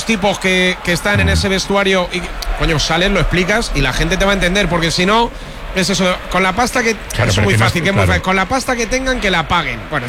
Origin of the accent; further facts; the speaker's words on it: Santa Cruz del Valle, Castile and León, Spain; Yo he salido esta mañana de mi pueblo, de Santa Cruz del Valle, para venirme prontito.